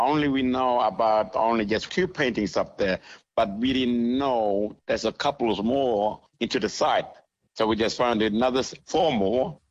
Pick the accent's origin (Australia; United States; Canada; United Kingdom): Australia; Gunbalanya, Northern Territory; We live around about 300 people, small community, and I'm from Gunbalanya in Northern Territory. So I lived here all in my life, also grew up here. And also … also I'm a Kunyawinkle person.